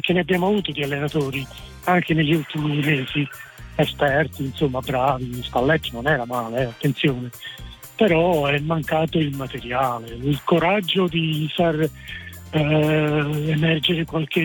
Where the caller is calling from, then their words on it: Caserta, Campania, Italy; Io sono di Caserta